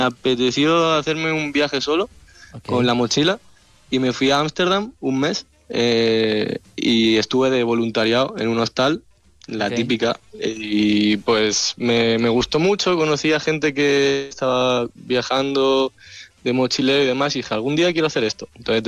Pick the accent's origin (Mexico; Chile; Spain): Spain; Terrassa, Catalonia; Yo soy de Tarrasa